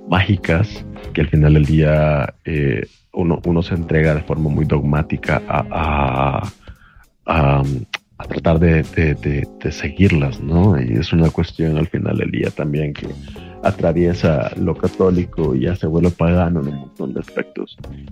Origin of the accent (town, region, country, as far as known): El Salvador; moved away